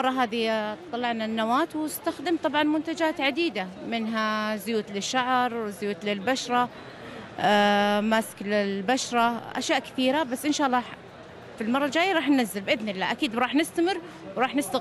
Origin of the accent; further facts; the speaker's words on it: Saudi Arabia; بريحة العطور الشرقية العربية يعني المستمرة عندنا في المملكة العربية السعودية، وهذا فخر أولا لدولتنا